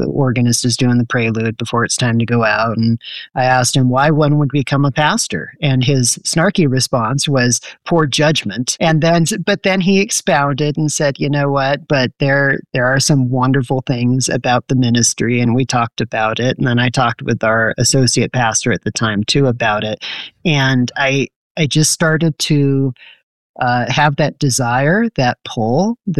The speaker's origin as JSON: {"language": "English", "town": "Oakland", "region": "California", "country": "United States", "tie": "born or raised there", "also_born_or_lived": "Irvine, California / St. Louis, Missouri", "moved": "as an adult", "said": "I grew up in Oakland, California, right across the bay from San Francisco, and lived in the same house my entire life. Home congregation is Zion Lutheran Church in Piedmont, California."}